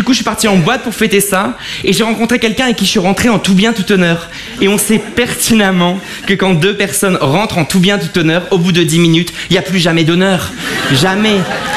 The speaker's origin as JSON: {"language": "French", "town": "Avion", "region": "Hauts-de-France", "country": "France", "tie": "born there", "said": "j'ai pas eu de bol, je suis né dans le Pas-de-Calais, dans un village qui s'appelle Avion, près de Lens."}